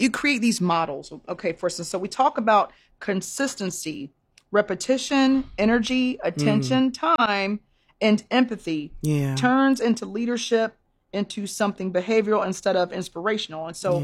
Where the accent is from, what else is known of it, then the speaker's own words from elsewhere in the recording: United States; accent: African-American; my African-American accent